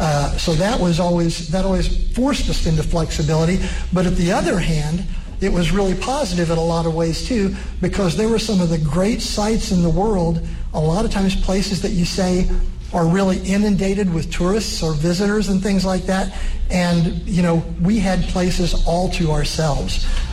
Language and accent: English; Huntingburg, Indiana, United States; now in Evansville, United States; when I was a kid growing up in Huntingburg